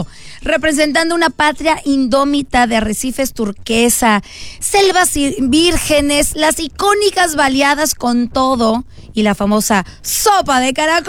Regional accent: Mexico; tú y yo somos mexicanos, Luis

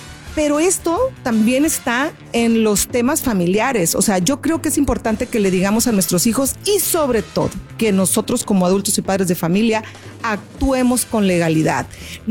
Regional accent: Mexico; finalmente somos mexicanas

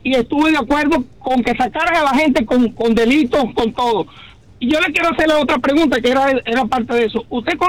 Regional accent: Venezuela; moved away; soy venezolano, tengo 20 años en este país.

